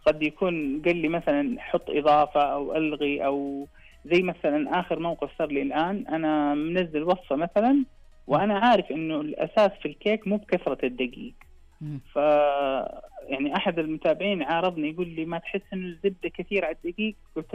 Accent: Saudi Arabia; إحنا كسعوديين

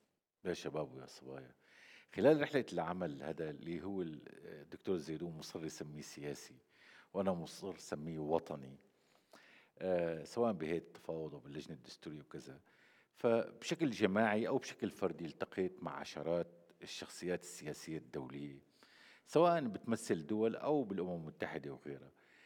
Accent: Syria

